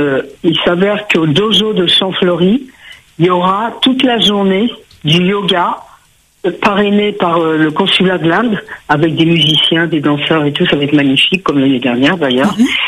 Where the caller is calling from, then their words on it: Saint-Denis, Réunion; moi, je suis à Saint-Denis